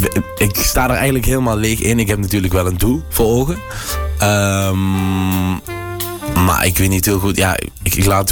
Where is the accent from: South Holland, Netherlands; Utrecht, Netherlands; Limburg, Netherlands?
Limburg, Netherlands; Landgraaf; In Limburg, ja. Landgraaf.